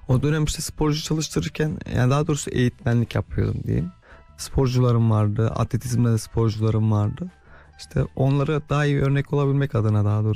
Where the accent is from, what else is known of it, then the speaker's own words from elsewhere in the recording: Kağızman, Kars, Turkey; born there; 27 yaşındayım. Kars Kazman doğumluyum.